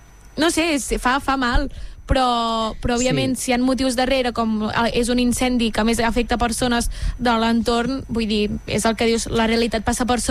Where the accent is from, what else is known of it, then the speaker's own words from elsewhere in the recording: Centelles, Catalonia, Spain; jo estic a bastantes entitats del meu poble i d'altres pobles, de Centelles